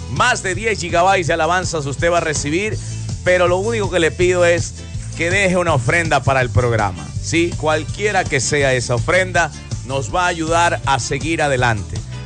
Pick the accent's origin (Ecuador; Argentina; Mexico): Ecuador; Nosotros somos de Ecuador